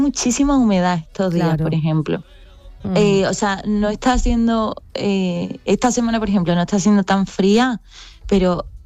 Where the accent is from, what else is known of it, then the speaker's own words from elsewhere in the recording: Cádiz, Andalusia, Spain; moved away as an adult; also born or lived in Madrid; now in Uruguay; Bueno, acento tengo ya una mezcla. Sí. Porque... sí. Bueno, yo soy de allí, de Cádiz. Cuando estudié la carrera me fui a Madrid unos años